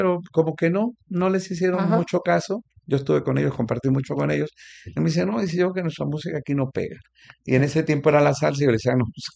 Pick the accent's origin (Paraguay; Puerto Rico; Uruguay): Puerto Rico; now in Mexico; Ahora yo no soy mexicano. Yo soy borimex, boricua mexicano.